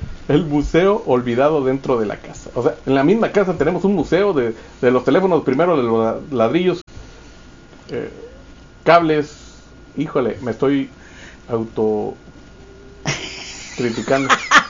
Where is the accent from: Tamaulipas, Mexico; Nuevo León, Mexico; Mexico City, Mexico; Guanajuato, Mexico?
Tamaulipas, Mexico; also born or lived in Revolución Verde neighbourhood; Ah, yo soy de la López. Ah, bueno, soy de la Revolución Verde, pero crecí en el seno de la López Mateos.